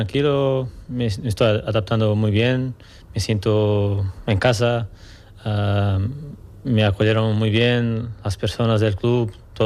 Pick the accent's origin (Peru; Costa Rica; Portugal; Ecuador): Portugal; Algarve; Spanish is a second language; now in Almería, Spain; Yo soy de sur de Portugal, Algarve, que es como un poco como aquí, como en Almería, la temperatura, mucho calor también, una ciudad muy pequeña también